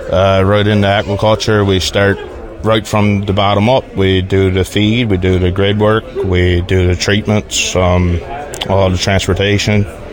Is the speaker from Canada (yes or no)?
yes; Harbour Breton, Newfoundland and Labrador, Canada; I'm from Harbour Breton